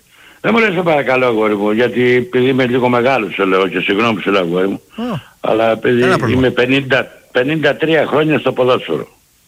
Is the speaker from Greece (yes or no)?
yes; Peloponnese, Greece; Μπορεί να είναι εγωιστικό, μπορεί επειδή είμαι και Λάκωνας να είναι από την πατρίδα μου.